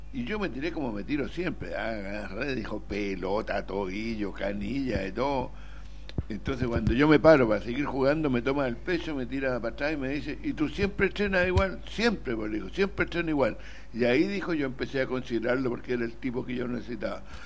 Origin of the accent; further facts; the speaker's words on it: Valparaíso, Chile; siendo porteño.